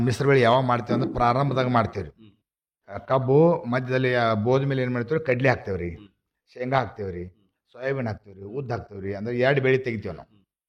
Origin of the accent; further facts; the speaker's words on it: Jugul, Karnataka, India; ನಾನು ಪ್ರಾಪರ್ ಜುಗುಡ್ ರೀ, ಕಾಗವಾಡ ತಾಲೂಕು.